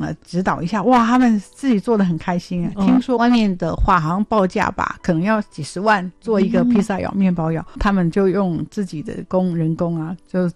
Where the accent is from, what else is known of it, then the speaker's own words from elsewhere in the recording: Taiwan; 因为我们台湾人很多人都已经